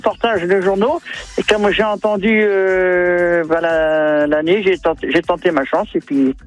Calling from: Normandy, France; De Saint-Baume-les-Fonds, près

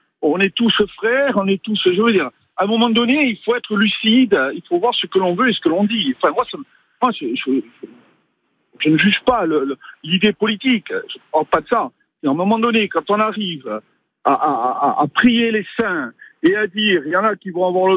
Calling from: Corsica, France

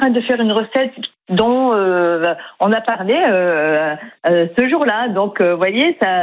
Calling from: Saint-Just, Occitanie, France; Je suis à Saint-Just.

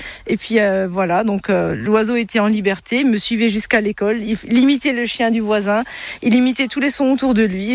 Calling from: Sarreguemines, Grand Est, France; Sarreguemines. Moi, je suis de Sarreguemines.

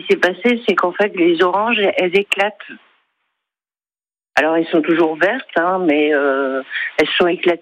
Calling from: Canet-en-Roussillon, Occitanie, France; je suis à Canet.

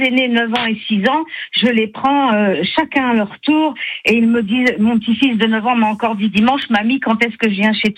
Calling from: Saint-Herblain, Pays de la Loire, France; Je vous appelle de Saint-Herblain.

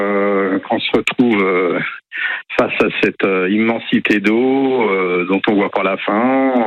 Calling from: Biscarrosse, Nouvelle-Aquitaine, France; il n'y a pas très longtemps que j'habite sur Biscarrosse

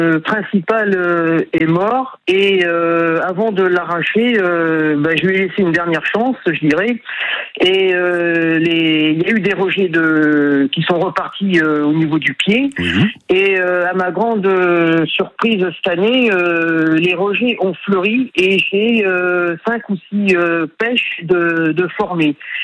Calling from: Ruelle-sur-Touvre, Nouvelle-Aquitaine, France; J'appelle de Ruelle-sur-Touvre, en Charente.

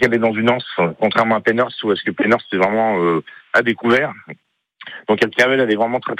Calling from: Landudec, Brittany, France; De Landudec

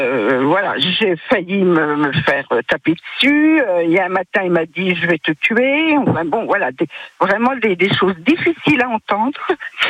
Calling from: Saint-Vallier, Bourgogne-Franche-Comté, France; à côté de Mont-sur-les-Mines.

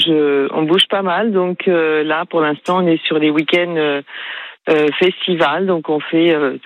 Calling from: L'Isle-sur-la-Sorgue, Provence-Alpes-Côte d'Azur, France; On habite à l'Île-sur-la-Sorgue.

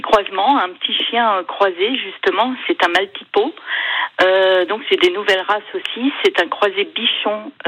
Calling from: Cherbourg, Normandy, France; Cherbourg

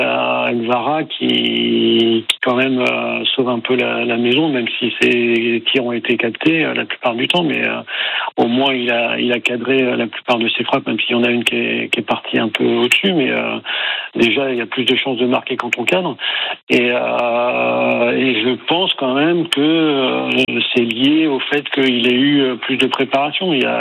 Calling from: Limoges, Nouvelle-Aquitaine, France; moi je suis pas d'Irlande mais je suis à Limoges.

